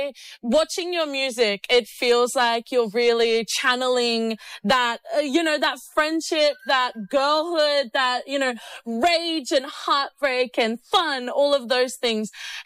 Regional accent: Australia; we have the exact same thing in Australia. Everybody moves from our city to Melbourne.

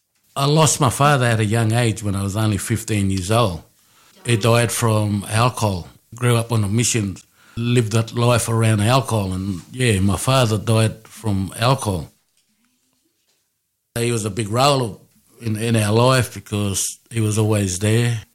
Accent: Brewarrina, New South Wales, Australia; I'm from Brewarrina. My tribe is Murawari.

